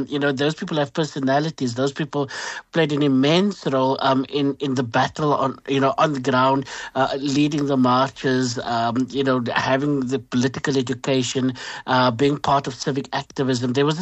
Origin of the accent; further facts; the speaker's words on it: Bonteheuwel, Western Cape, South Africa; you cannot treat me differently because I grew up in Bonteville, or because my skin is slightly browner than, somebody who lives in the shade of Table Mountain.